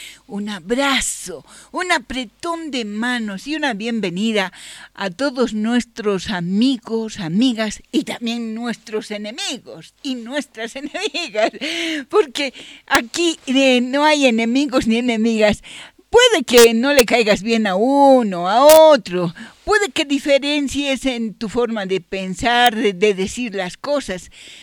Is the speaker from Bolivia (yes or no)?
yes; Bolivia; somos bolivianos y a mucha honra